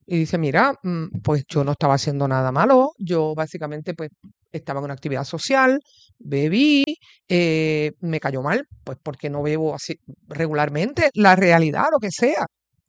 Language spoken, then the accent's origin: Spanish; Puerto Rico; así que nada, como muchos puertorriqueños, me di dos copas y me cayeron mal.